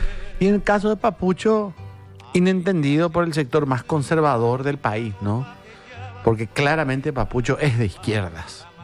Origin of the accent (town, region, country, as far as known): Paraguay